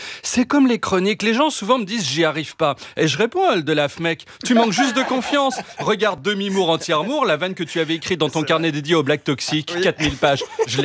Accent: Brittany, France; Et moi, je viens de Bretagne, une partie de ma famille y vit encore.

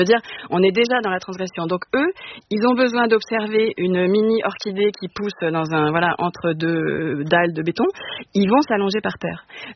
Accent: Paris, Île-de-France, France; je suis chorégraphe, je suis parisienne, j'accumule un peu les, les défauts.

